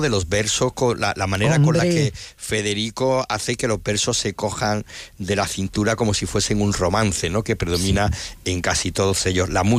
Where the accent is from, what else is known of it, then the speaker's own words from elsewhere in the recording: Granada, Andalusia, Spain; a mí como granadino